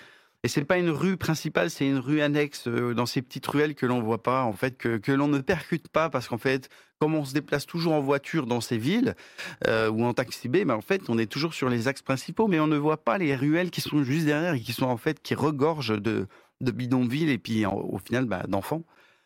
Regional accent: Madagascar; moved away as an adult; now in France; Moi, j'étais rentré de Madagascar pour faire mes études supérieures et puis comme beaucoup, on construit notre vie ici, quoi.

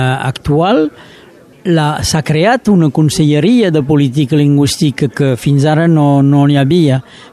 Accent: Northern Catalonia, France; que per nosaltres, catalans del nord, és llengua estrangera.

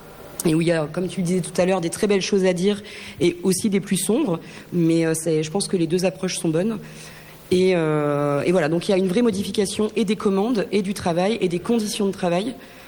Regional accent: the Alps, France; comme toi, je suis des Alpes

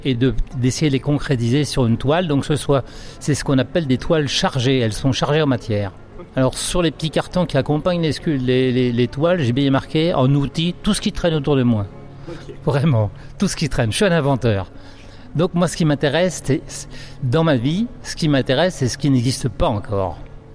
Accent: Castillon-du-Gard, Occitanie, France; Alors, je viens de Castillon-du-Gard, juste à côté du pont de gare, mais vraiment à côté.

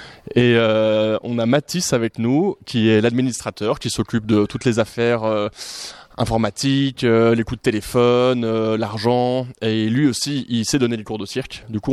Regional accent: Brussels, Brussels-Capital Region, Belgium; moved away

